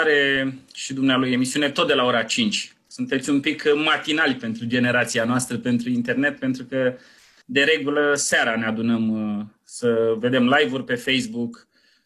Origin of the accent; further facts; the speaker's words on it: Focșani, Vrancea County, Romania; born there; M-am născut la Focșani, de acolo e mama și știu că și dumneavoastră sunteți vrânceani